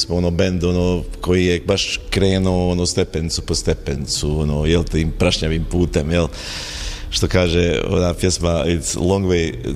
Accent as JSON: {"language": "Bosnian", "country": "Bosnia & Herzegovina", "said": "to je kod nas u Bosni često ta sintagma."}